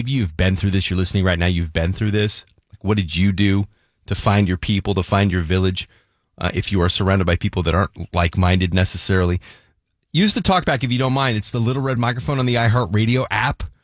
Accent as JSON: {"language": "English", "town": "Salinas", "region": "California", "country": "United States", "tie": "born or raised there", "moved": "yes", "said": "So I grew up in Salinas, California, 2 hours south of here. Not the most open-minded place back in the 90s."}